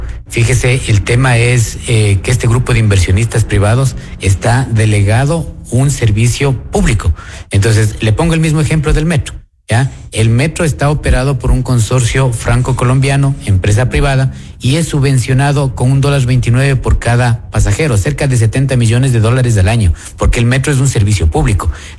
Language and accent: Spanish; Quito, Pichincha, Ecuador; yo le digo como quiteño